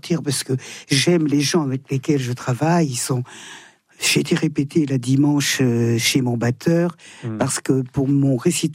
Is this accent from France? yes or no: yes; Thonon-les-Bains, Auvergne-Rhône-Alpes, France; born or raised there; moved away; also born or lived in Annecy